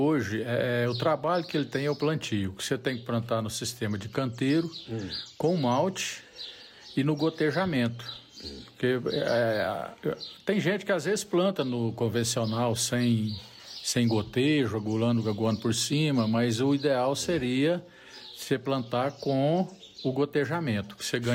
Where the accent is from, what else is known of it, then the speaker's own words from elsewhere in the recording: Minas Gerais, Brazil; now in Formosa, Brazil; Mesmo que eu já tinha uma certa experiência com abacaxi quando eu vim de Minas... Eu já plantei muita lavoura de abacaxi lá. E, por vias do mundo, eu vim parar aqui em Formosa.